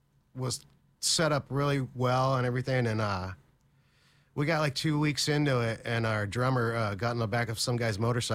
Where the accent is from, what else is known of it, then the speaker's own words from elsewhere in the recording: San Jose, California, United States; we're from San Jose, California.